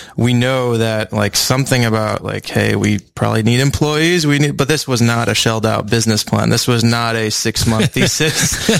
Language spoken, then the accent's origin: English; Chicago, Illinois, United States; So I was born and raised in Chicago.